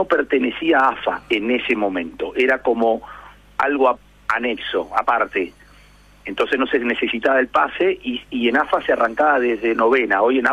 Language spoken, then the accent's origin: Spanish; Argentina